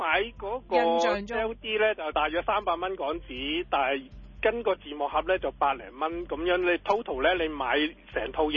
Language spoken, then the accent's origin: Cantonese; Toronto, Ontario, Canada; 我呢度我系多伦多嚟嘅，咁我之前移民之前系买咗好多碟。